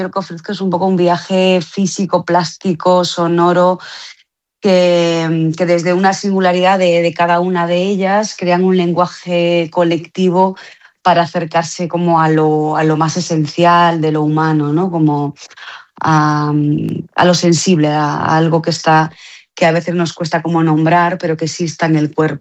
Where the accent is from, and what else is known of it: Porriño, Galicia, Spain; moved away